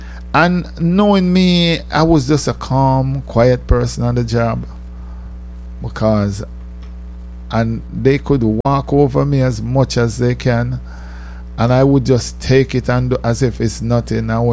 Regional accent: Jamaica; moved away as an adult; it's because I'm Jamaican. Yeah, I know you all believe that I come on this banana boat, but let me tell you something. I came on a plane to this country.

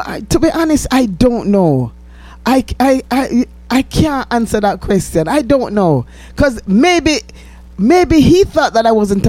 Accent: Jamaica; born there; I left England when I was around 6, 7. You know what I'm saying? So most of my life was spent in Jamaica.

